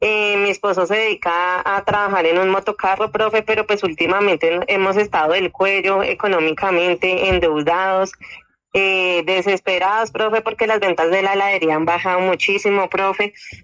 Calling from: San Roque, Antioquia, Colombia; acá de San Roque, Antioquia.

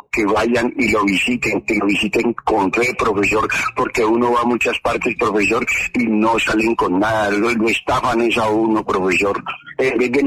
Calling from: Muzo, Boyacá, Colombia; De aquí, de Muso, Boyacá

